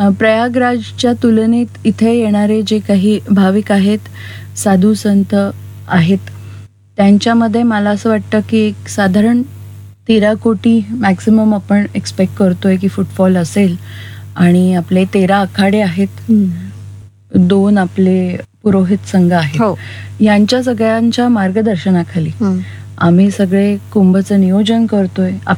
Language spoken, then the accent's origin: Marathi; Nashik, Maharashtra, India; also born or lived in Pune; बालपण नाशिकमध्येच. अर्थात मी शाळेत निर्मला कॉन्व्हेंटला होते आणि नंतर 11वी 12वी KTHM